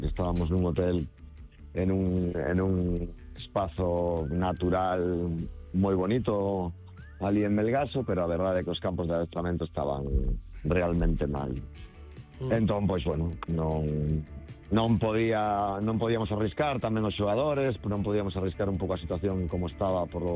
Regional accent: Galicia, Spain; eu que son moi galego, non? Son moi da miña terra

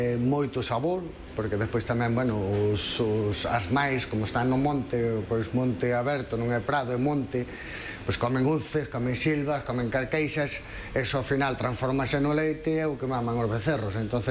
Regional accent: Galicia, Spain; que donde son eu, do Xurés, que é diferente á zona de pasto

